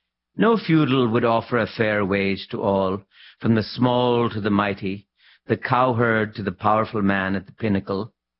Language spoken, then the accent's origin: English; Lahore, Punjab, Pakistan; I was brought up in Lahore, and we had these, you know, wonderful old you know, they're called servants, I guess.